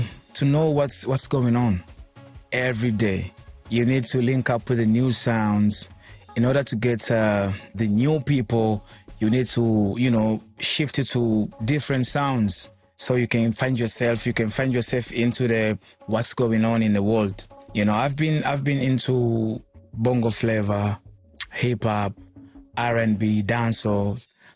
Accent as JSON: {"language": "English", "region": "Arusha", "country": "Tanzania", "tie": "born or raised there", "also_born_or_lived": "Dar es Salaam", "moved": "as an adult", "said": "I was born and raised in Arusha. Yeah. So we came from Arusha, and then later on, we had to go to Dar"}